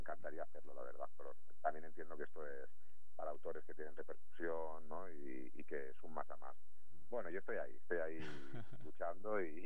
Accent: Barcelona, Catalonia, Spain; born there; now in Sabadell, Spain; Soy nacido de Barcelona

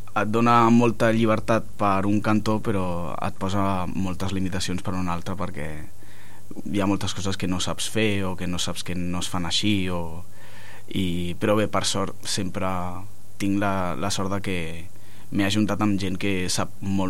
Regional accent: Sabadell, Catalonia, Spain; now in Castellar del Vallès, Spain; Soc de Sabadell, però visc a Castellà.

